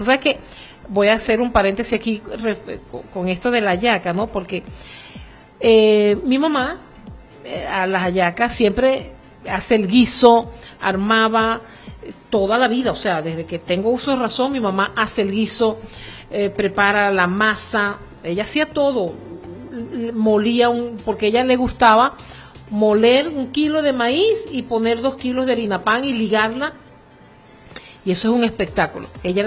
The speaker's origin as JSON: {"language": "Spanish", "country": "Venezuela", "said": "nosotros, los venezolanos, de Oriente, de Occidente, de los Llanos, del Centro, somos venezolanos. Somos venezolanos"}